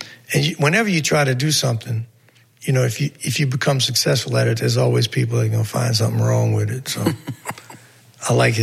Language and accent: English; New Orleans, Louisiana, United States; I said, I'm from New Orleans. That's how I know that.